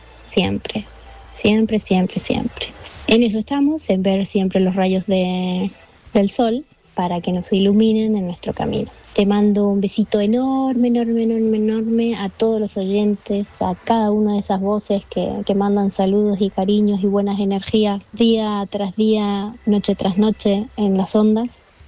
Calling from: Seville, Andalusia, Spain; de Sevilla.

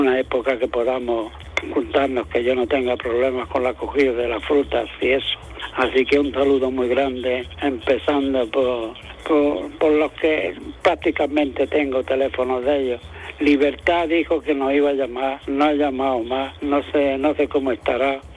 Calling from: Almuñécar, Andalusia, Spain; de Almuñécar.

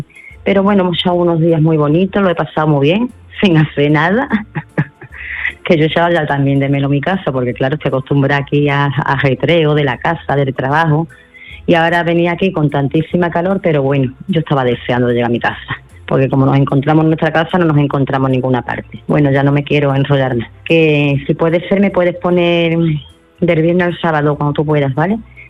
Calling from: Seville, Andalusia, Spain; Hola, buenas noches, Manolo … de Sevilla.

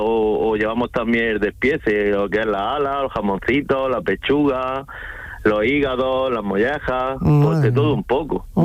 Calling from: Almería, Andalusia, Spain; nosotros siempre estamos aquí en Almería y somos de aquí de Almería.

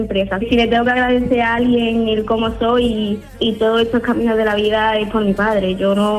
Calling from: Mijas, Andalusia, Spain; tenemos toda nuestra vida en Mija

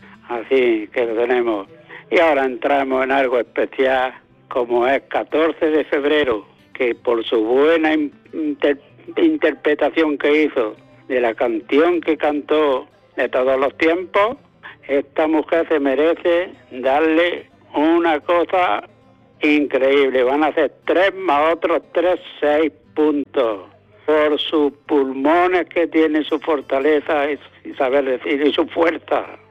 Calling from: Almuñécar, Andalusia, Spain; de Almuñécar, de la Peña El Aguacate.

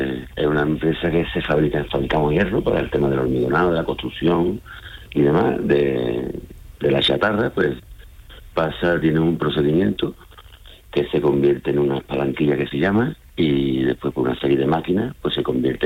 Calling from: Seville, Andalusia, Spain; Ah, sí, ya sé, la capital, aquí en Nervión.

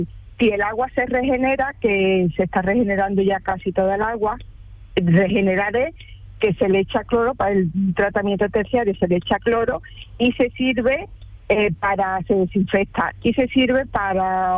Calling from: Alhaurín el Grande, Andalusia, Spain; voy para Manilva, soy de los Dinger Grande, y estoy aquí en la carretera que empieza para Ojem.

